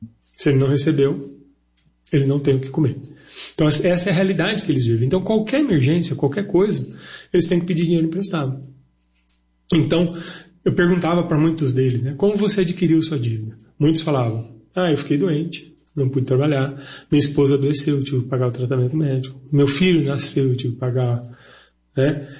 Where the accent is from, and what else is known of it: Brazil